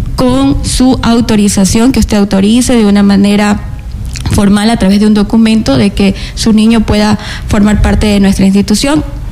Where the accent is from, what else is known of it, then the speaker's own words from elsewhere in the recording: Salinas, Santa Elena, Ecuador; yo no pertenezco a Santa Elena, soy de Salinas